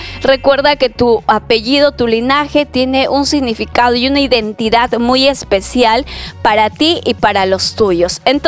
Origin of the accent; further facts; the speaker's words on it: Peru; más peruanos que la papa, somos súper peruanos.